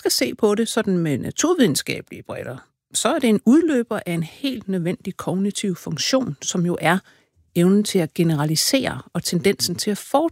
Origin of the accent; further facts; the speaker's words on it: Aarhus, Central Denmark Region, Denmark; Jeg er fra Aarhus.